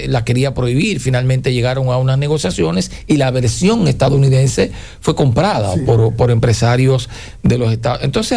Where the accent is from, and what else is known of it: Dominican Republic